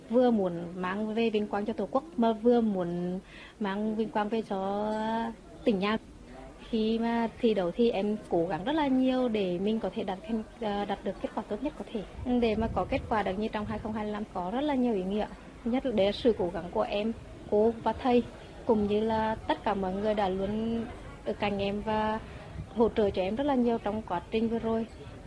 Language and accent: Vietnamese; Hà Tĩnh, Vietnam; Mình là người sinh ra ở Hà Tĩnh và lớn lên ở Hà Tĩnh